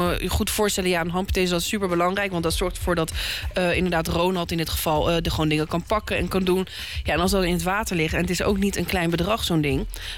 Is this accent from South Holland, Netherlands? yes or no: yes; The Hague, South Holland, Netherlands; hier zo als Hagenaar